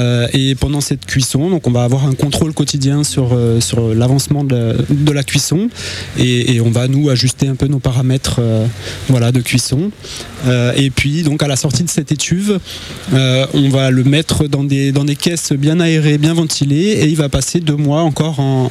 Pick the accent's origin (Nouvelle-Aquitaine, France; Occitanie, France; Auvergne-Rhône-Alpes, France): Occitanie, France; Lectoure; Je viens de Lectoure, à côté.